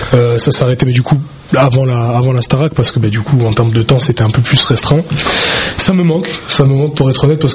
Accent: Southern France, France; Je viens du Sud

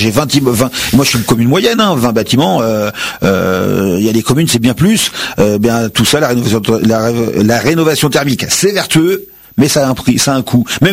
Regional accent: Mériel, Île-de-France, France; moi, je suis un enfant du pays, hein, donc j'ai connu Mériel avec moitié moins d'habitants. J'ai joué dans la forêt quand j'étais petit.

